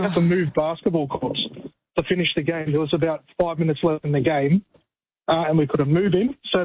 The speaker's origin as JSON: {"language": "English", "town": "Tullamarine", "region": "Victoria", "country": "Australia", "said": "Oh, no, I'm from Tullamarine, but my friend plays rep ball, so we travel around Victoria on the Friday nights."}